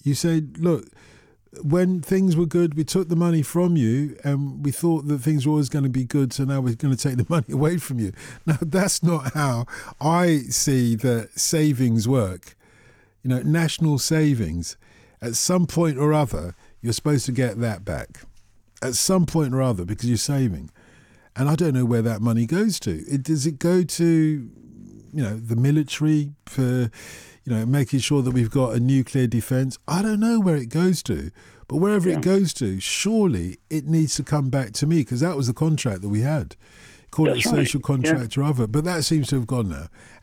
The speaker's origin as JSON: {"language": "English", "country": "United Kingdom"}